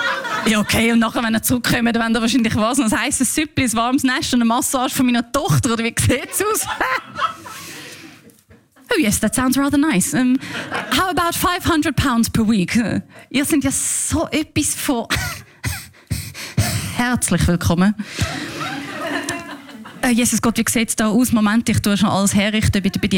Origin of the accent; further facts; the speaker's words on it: Switzerland; Aber ich habe schon das Gefühl, ich bin da in der Schweiz aufgewachsen. Ich habe die Ansprüche, die man hat, wenn man in der Schweiz aufwächst.